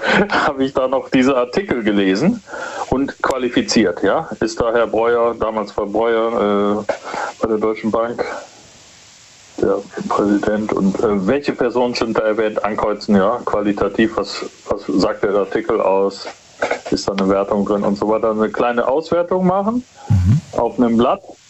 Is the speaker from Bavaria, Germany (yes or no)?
no; Stuttgart, Baden-Württemberg, Germany; Ich habe ja, glaube ich, erzählt, ich komme aus Stuttgart und da gibt es viele Staffeln.